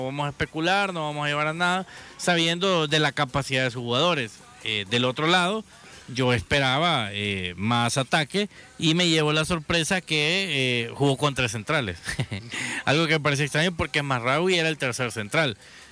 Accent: Argentina; que puede decirlo con todo orgullo, soy argentino

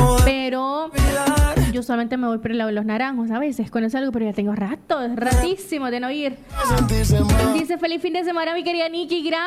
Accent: Santa Ana, El Salvador; born there; also born or lived in San Salvador; Yo soy de San Salvador. Yo nací allá, viví allá hasta como por los 6 añitos. Y de ahí me vine pues con mi mami, con mi vuelta hacia acá, Santa Ana, ¿no? Porque que teníamos la casa y todo, entonces nos venimos.

